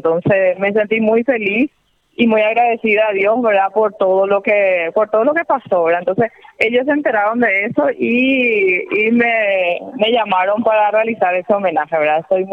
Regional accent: Paraguay; es mi país y yo siempre estudié enfocada en querer venir a servir a mi pueblo, a mi patria que es Paraguay, ¿verdad?

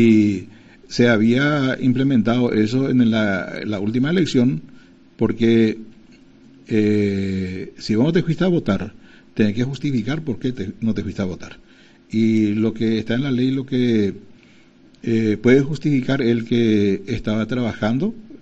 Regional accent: Paraguay

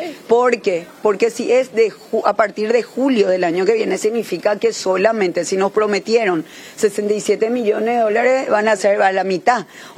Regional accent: Paraguay; nosotros como ciudadanos paraguayos

